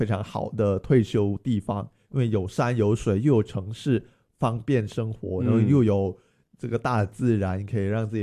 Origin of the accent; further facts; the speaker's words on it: Penang, Malaysia; 我们槟城人除了会华语以外，就是这个台湾的国语，我们其实还有很多人是会讲台语的